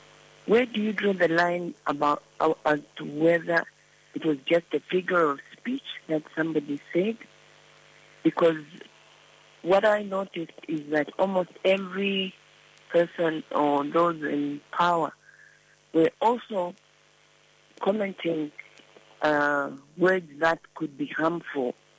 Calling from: Lusaka, Lusaka Province, Zambia; I'm calling you from within Lusaka.

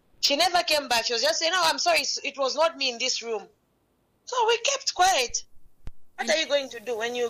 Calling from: Chipata, Eastern Province, Zambia; I'm calling from Chupata Maplot.

